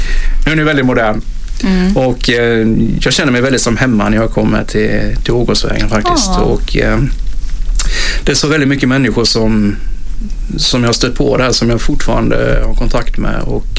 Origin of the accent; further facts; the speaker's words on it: Sweden; Det var ju väldigt mycket det är ju mycket natur uppe i Hjortsberget. Jag var ju väldigt mycket på Hjortsberget när jag växte upp.